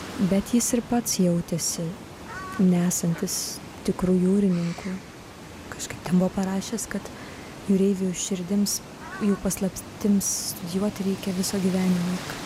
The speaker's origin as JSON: {"language": "Lithuanian", "town": "Klaipėda", "region": "Klaipėda County", "country": "Lithuania", "said": "kaip klaipėdietė"}